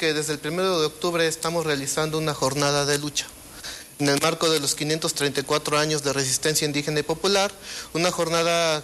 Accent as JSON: {"language": "Spanish", "town": "Morelia", "region": "Michoacán", "country": "Mexico", "said": "compañeros que somos de aquí de Morelia"}